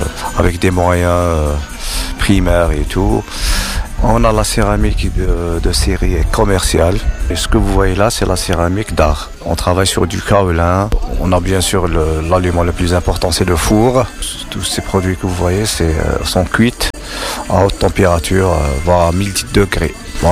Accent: Algiers, Algiers Province, Algeria; je suis d'Alger, je représente l'Algérie.

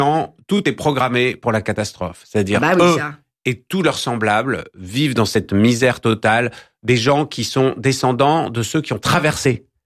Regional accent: France; nous, ça nous paraît dingue parce qu'on est français.

